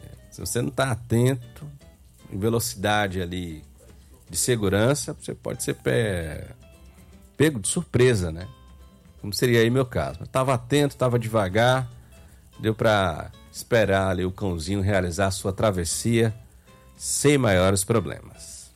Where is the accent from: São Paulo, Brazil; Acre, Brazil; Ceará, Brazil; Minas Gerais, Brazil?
Ceará, Brazil; Fortaleza; O Mauri tá lá no Conjunto Ceará, tá na minha terra